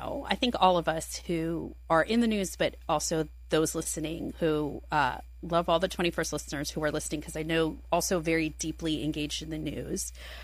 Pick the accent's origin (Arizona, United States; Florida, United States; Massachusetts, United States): Florida, United States; Miami; born there; also born or lived in Midwest; whether that's like the fact that I was born in Miami and my parents are immigrants, or I lived in the Midwest for 10 years and all of my schooling was pretty much in the Midwest, or I'm Presbyterian.